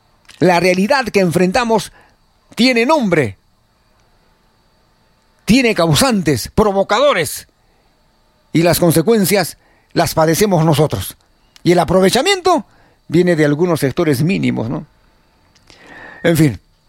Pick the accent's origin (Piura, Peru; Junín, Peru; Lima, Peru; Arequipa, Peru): Arequipa, Peru; Allí los que votaron por Keiko, aquí, allí los peruanos y como arequipeños igual, ¿no?